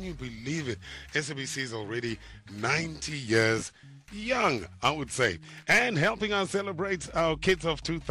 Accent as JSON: {"language": "English", "town": "Johannesburg", "region": "Gauteng", "country": "South Africa", "tie": "born or raised there", "said": "We're going to cross over to El Dorado Park, my hometown."}